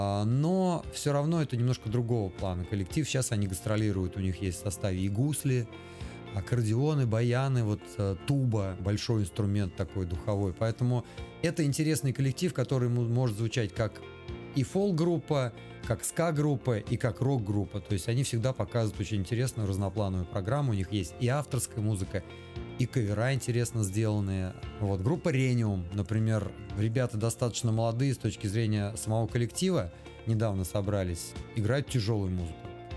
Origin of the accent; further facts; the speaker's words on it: Chistopol, Tatarstan, Russia; Я родом из Чистополя, я уже не раз это говорил, я этим горжусь и никогда не скрываю.